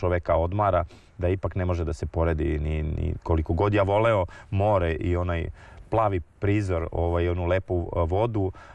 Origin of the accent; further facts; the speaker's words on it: Kraljevo, Šumadija and Western Serbia, Serbia; Mi smo iz Kraljeva inače, ali pre 15-16 godina su moji roditelji ovdje kupili placa, još nekoliko prijatelja i tako su počeli, hteli su čisto napraviti neku vikendičicu malo da imamo da pobegnemo negde u prirodu